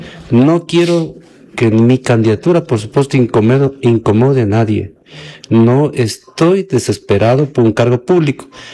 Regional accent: Bolívar, Ecuador; como bolivarense que soy.

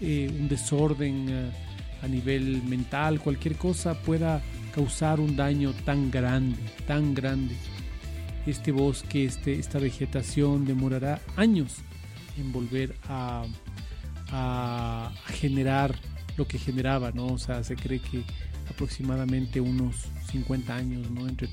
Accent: Quito, Pichincha, Ecuador

